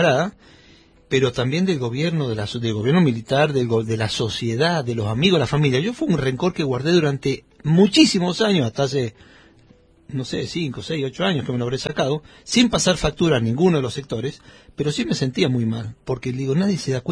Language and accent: Spanish; Argentina; un país como Argentina